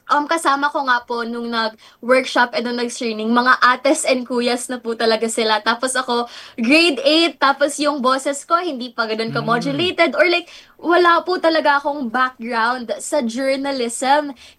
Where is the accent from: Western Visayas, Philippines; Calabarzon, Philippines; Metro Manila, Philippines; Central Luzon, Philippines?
Metro Manila, Philippines; Manila; So kahit na artista po ako dati and talagang sa Manila po ako lumaki, parang nung umuwi po ako dito, mas nasanay na akong mag-Bisaya.